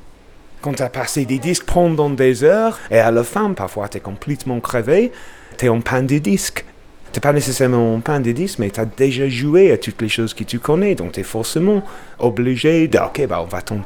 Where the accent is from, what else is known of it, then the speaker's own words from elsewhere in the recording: Bradford, Yorkshire and the Humber, United Kingdom; French is a second language; now in Lyon, France; je viens de Bradford, dans le nord de l'Angleterre. Je travaille pour La Poste, je suis facteur dans la guillotière.